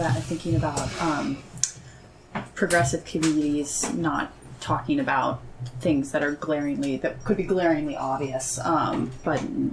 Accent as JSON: {"language": "English", "region": "South Carolina", "country": "United States", "tie": "born or raised there", "moved": "yes", "said": "as a queer person growing up there, like, I was from a conservative town."}